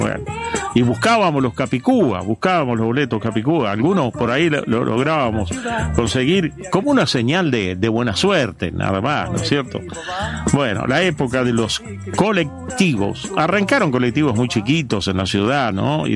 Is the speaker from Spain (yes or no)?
no; Argentina; Por esta batalla somos argentinos.